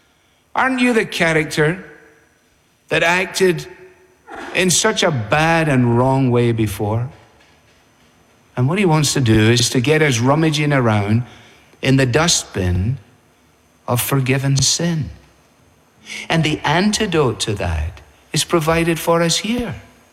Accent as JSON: {"language": "English", "region": "Scotland", "country": "United Kingdom", "said": "Even as a Scotsman, I cannot bear the thought of that poor soul going back to the end of that thing."}